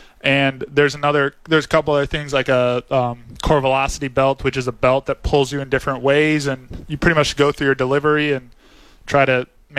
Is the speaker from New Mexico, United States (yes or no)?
no; Michigan, United States; I'm from Michigan, so I'm not far from here at all